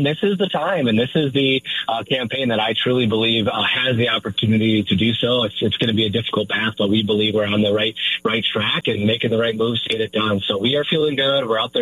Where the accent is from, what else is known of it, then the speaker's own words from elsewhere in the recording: Rockford, Illinois, United States; I'm from the Rockford area, so lived a little bit all over Winnebago County, but both my parents are from the west side of Rockford, working class people.